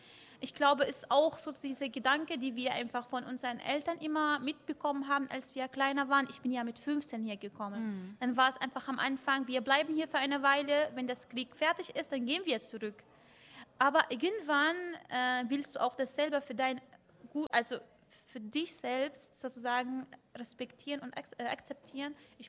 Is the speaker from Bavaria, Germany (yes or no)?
yes; Bavaria, Germany; ich komme aus der Nähe von Würzburg